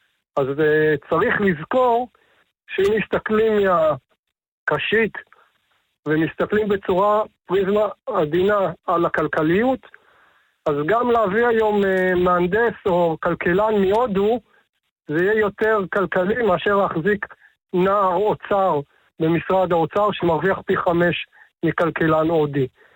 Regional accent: Kfar Yehoshua, Northern District, Israel; אני נשוי עם 4 ילדים, נולדתי וגדלתי בכפר יהושע.

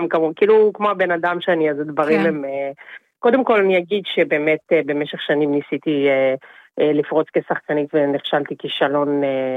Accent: Gadot, Northern District, Israel; also born or lived in Jerusalem; נולדתי בירושלים, אבל גדלתי רוב החיי בקיבוץ גדות, שזה קיבוץ בגליל העליון, ליד ראש פינה.

